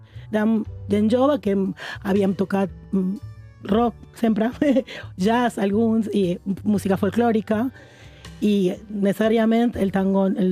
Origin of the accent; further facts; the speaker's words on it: Mendoza, Argentina; A més, Ezequiel i jo ni tan sols som de Buenos Aires, som de Mendoza.